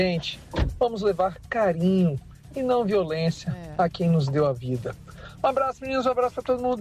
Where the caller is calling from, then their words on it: Vitória, Espírito Santo, Brazil; Aqui quem fala é … de Vitória